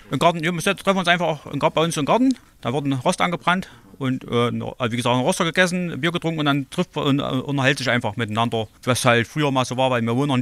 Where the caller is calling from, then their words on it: Döbitschen, Germany; ich komme aus Döbitschen